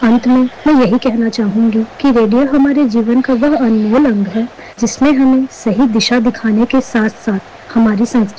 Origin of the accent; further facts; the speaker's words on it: Raigarh, Chhattisgarh, India; रायगढ़ शहर की निवासी हूँ।